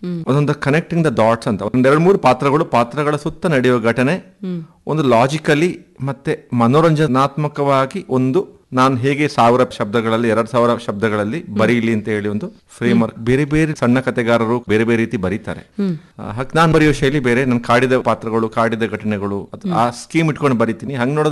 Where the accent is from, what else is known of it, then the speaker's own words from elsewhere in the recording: Sullia, Karnataka, India; moved away as an adult; also born or lived in Bhagamandala, Kodagu; now in Kodagu, India; ಸುಳ್ಯ. ನಾನು made in Dakshina Kannada, ನಾನು ಹುಟ್ಟಿದ ಭಾಗಮಂಡಲ ನಮ್ಮೂರು, ಮತ್ತೆ ದುಡಿಯಕ್ಕೆ ಬಂದಿರೋದು ಕೊಡಗಿಗೆ. ನನ್ನ ತಯಾರು ಮಾಡಿರೋದು ದಕ್ಷಿಣ ಕನ್ನಡ